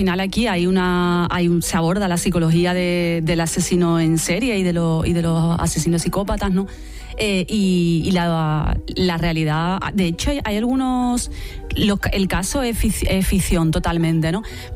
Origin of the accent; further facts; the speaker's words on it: Seville, Andalusia, Spain; Yo soy de Sevilla, sí, desde donde os hablo.